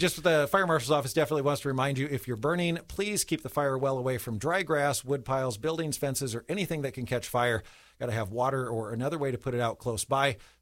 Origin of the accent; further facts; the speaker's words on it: Idaho, United States; moved away; I grew up in Idaho.